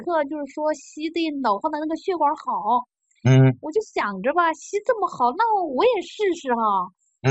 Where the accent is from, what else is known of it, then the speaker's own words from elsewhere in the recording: Chengdu, Sichuan, China; 我家是四川的，